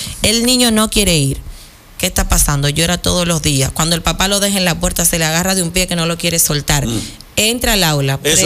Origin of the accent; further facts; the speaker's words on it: Guanuma, Santo Domingo, Dominican Republic; porque yo soy de Guanuma.